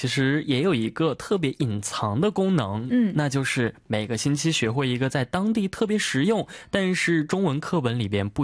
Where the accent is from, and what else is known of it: China